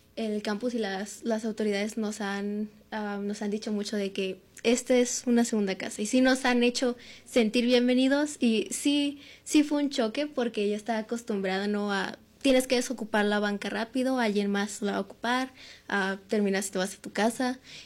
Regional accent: Guadalajara, Jalisco, Mexico; moved away; vengo de Guadalajara, es una ciudad muy grande y siento que la vida en Guadalajara es muy apurada, va muy deprisa.

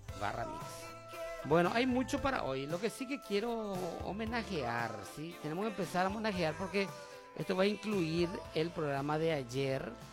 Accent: Paraguay; Nosotros somos paraguayos, por lo menos yo, vos.

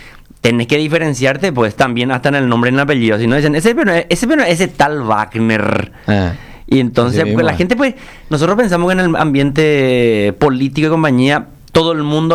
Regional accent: Paraguay

